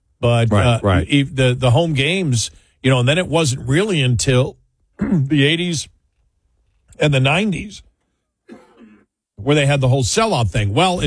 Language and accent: English; Buffalo, New York, United States; I grew up in Buffalo, and that's a football town.